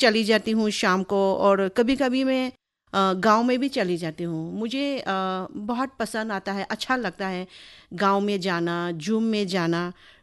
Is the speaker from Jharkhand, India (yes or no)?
no; Haflong, Assam, India; मैं पली बड़ी हूँ दिबाराय हाफलोंग में, और